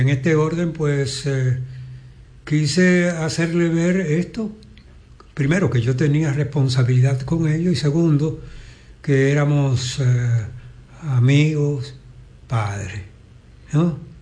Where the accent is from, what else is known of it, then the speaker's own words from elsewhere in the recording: Dominican Republic; Soy dominicano. Y la gran mayoría, por no decirlo todo, todos los dominicanos somos alegres, somos, qué sé yo, simpáticos, buscamos ser simpáticos